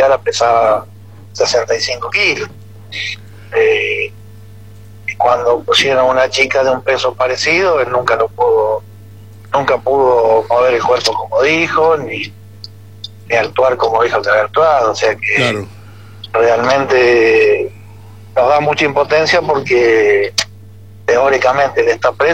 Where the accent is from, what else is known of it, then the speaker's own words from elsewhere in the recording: Rufino, Santa Fe, Argentina; born there; now in Alvear, Argentina; nosotros nacimos en Rufino, Santa Fe, con mis hermanas, porque mi papá se fue a trabajar por aquel lado de chico.